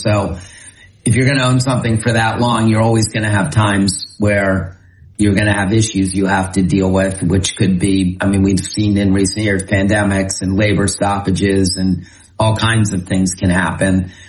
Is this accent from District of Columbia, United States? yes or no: yes; Washington, District of Columbia, United States; born or raised there; moved away; also born or lived in Maryland